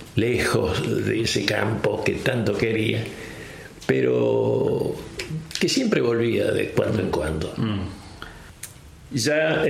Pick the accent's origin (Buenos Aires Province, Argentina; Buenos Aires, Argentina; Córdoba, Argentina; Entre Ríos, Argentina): Córdoba, Argentina; Carrilobo; Yo soy nacido en Carrilobo. Un pueblito al sudeste de la provincia de Córdoba. Y el pueblo era un pueblo chico, indudablemente, esos que divide el ferrocarril.